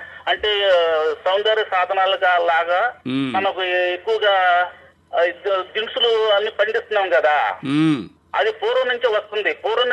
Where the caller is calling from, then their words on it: Machilipatnam, Andhra Pradesh, India; నేను కృష్ణా జిల్లా మిట్లీపట్నం నుంచి మాట్లాడుతున్నాను సార్.